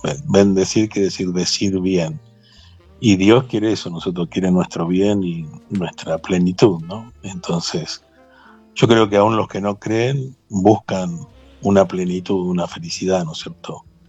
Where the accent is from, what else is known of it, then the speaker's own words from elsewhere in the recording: Chacabuco, Buenos Aires Province, Argentina; born there; moved away; cuando voy para mi pueblo, porque yo soy de Chacabuco, provincia de Buenos Aires